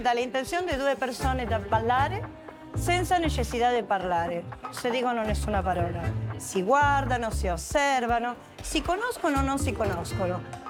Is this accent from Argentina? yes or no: yes; Argentina; Italian is a second language; now in Rome, Italy; Sono argentina e vivo a Roma.